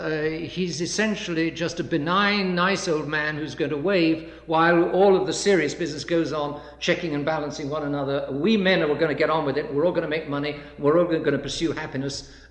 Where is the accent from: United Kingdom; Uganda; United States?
United Kingdom; England; I'm English, so I've got far nastier things to say about my own country than I have to say about yours.